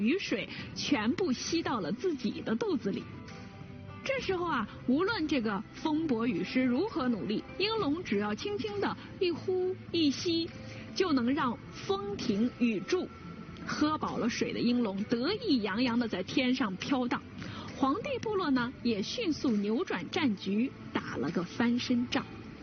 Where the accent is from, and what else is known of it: China